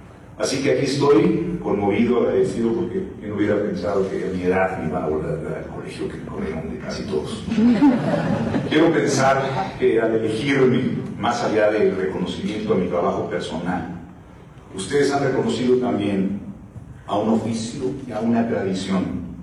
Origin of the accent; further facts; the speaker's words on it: Mexico; Porque todos los mexicanos que trabajamos en las artes visuales somos privilegiados y herederos de una cultura milenaria